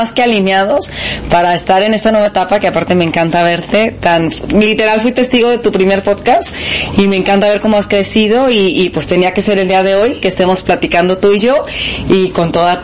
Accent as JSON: {"language": "Spanish", "town": "Guadalajara", "region": "Jalisco", "country": "Mexico", "also_born_or_lived": "Colima", "said": "yo soy de Guadalajara, orgullosamente la guadalajareña"}